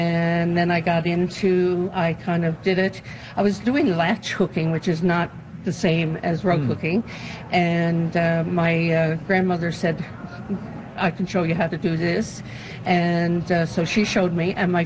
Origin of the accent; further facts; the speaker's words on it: Corner Brook, Newfoundland and Labrador, Canada; born there; moved away as an adult; also born or lived in Calgary; now in St. John's, Canada; a group of ladies that I went to school with in Cornerbrook. And we all met up here in St. John's after I moved back from Calgary.